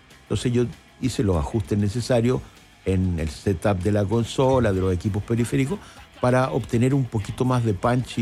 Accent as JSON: {"language": "Spanish", "town": "Viña del Mar", "region": "Valparaíso", "country": "Chile", "also_born_or_lived": "New York", "moved": "yes", "lives_now": "Santiago, Chile", "said": "yo, por cierto, no soy de Santiago, soy de Viña. Y yo me brinqué de Viña del Mar al extranjero."}